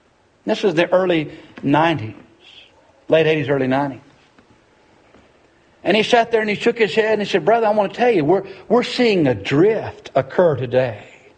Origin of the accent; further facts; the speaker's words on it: Tennessee, United States; we're from Tennessee here, do we?